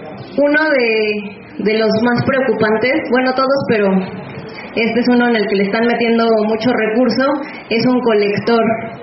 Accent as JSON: {"language": "Spanish", "town": "Acalpixca", "region": "Mexico City", "country": "Mexico", "tie": "born or raised there", "said": "esa misma semana iba a haber dos asambleas en mi pueblo, que es Acalpixca, en otro pueblo que es Tlaxcaltemalco"}